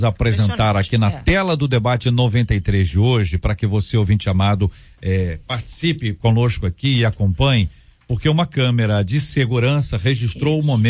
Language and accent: Portuguese; Rio de Janeiro, Brazil